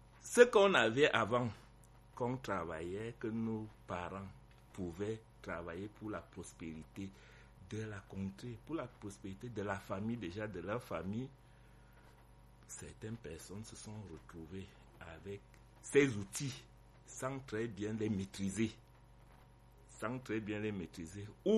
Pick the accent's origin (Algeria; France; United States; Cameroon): Cameroon; Yaoundé, Centre; je suis de Yaoundé, donc où vous voyez le camp Ayaya, c'est là où il y avait nos champs, les champs de Pana.